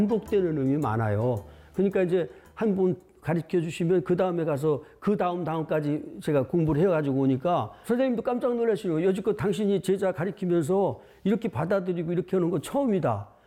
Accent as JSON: {"language": "Korean", "town": "Seosan", "region": "South Chungcheong", "country": "South Korea", "tie": "born or raised there", "said": "제가 고향이 서산이거든요. 충남 서산인데"}